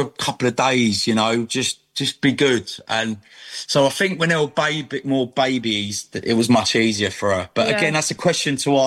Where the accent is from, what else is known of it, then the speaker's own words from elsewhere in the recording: London, United Kingdom; now in England; Originally Northwest London, but I moved out to Essex, and then I'm now in a place like near Stansted now, near Dunmo.